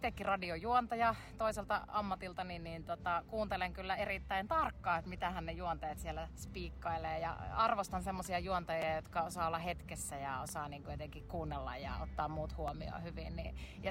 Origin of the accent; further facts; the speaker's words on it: Kitee, North Karelia, Finland; moved away; Olen itse Kiteeltä. Alun perin mun äiti asuu siellä edelleen, joten aina lomilla käydään paljon siellä